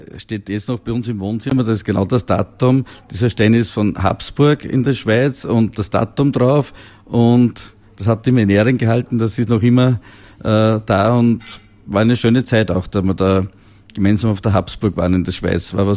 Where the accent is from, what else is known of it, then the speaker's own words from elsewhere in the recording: Austria; wie wir als Österreicher gekommen sind